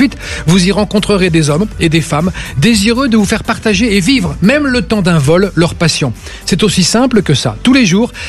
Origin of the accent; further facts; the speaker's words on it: Pays de la Loire, France; Je suis du Maine-et-Loire, je ne suis pas loin, je passerai vous rendre visite.